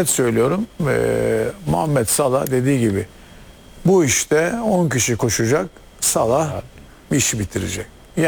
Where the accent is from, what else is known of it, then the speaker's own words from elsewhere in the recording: İzmir, Turkey; Göztepe seyircisi çok vefakar bir seyircidir. Bir İzmirli olarak söylüyorum.